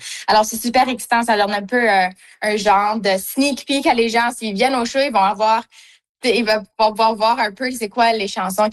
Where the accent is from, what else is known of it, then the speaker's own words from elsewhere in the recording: Manitoba, Canada; Puis moi, j'ai des racines, comme je suis franco-manitobaine, alors j'ai aussi de la musique traditionnelle qui me coule dans le sang.